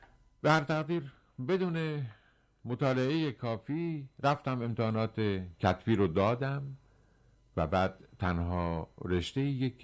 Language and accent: Persian; Rasht, Gilan, Iran; به اندازه من که رشتی هستم افتخار نمیکنه، من بیشتر افتخار میکنم.